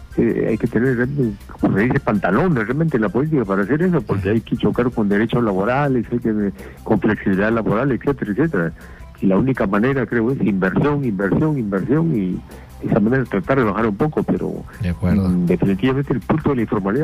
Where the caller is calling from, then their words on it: Lima, Peru; de Zárate.